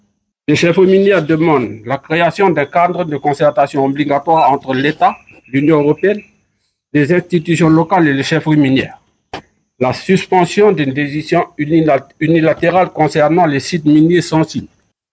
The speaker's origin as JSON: {"language": "French", "town": "Akiti", "country": "New Caledonia", "said": "Si jamais vous venez là-bas chez nous, en Akiti, vous allez voir comment on vit là-bas."}